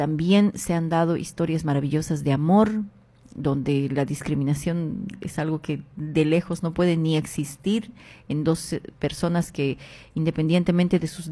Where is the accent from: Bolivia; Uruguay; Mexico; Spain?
Bolivia